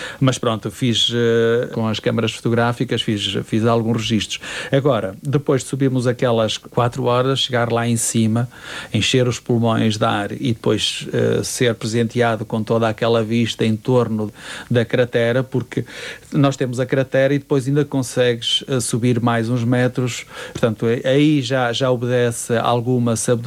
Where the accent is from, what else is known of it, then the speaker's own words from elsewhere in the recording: Norte, Portugal; eu sou duriense, não é? Sou transmontano duriense